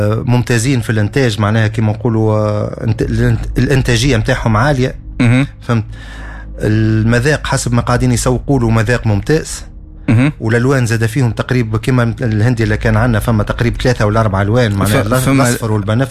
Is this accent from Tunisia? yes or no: yes; Tunisia